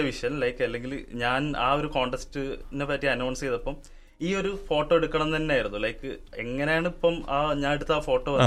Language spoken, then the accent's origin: Malayalam; Kozhikode, Kerala, India; now in Dubai, United Arab Emirates; നാട്ടില് കോഴിക്കോടാണ്